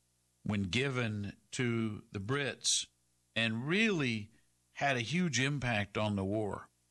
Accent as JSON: {"language": "English", "country": "United States", "said": "I'm not French either, but I'm American."}